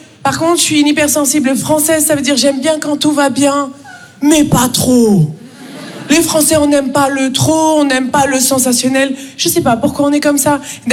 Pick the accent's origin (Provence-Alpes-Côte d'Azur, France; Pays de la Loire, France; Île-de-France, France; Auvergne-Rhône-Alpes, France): Île-de-France, France; Paris; Les amis, moi je viens de Paris.